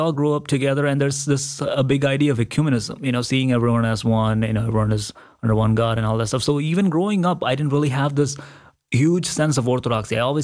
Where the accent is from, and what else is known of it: Kerala, India; born or raised there